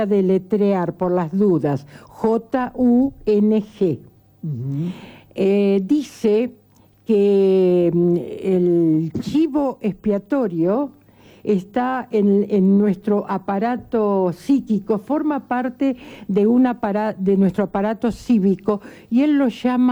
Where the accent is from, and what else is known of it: Argentina